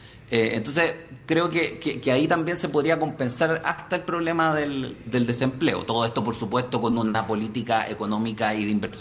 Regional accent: Chile

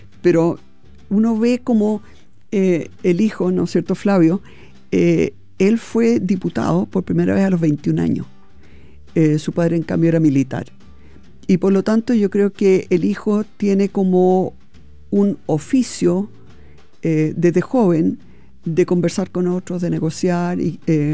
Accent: Chile

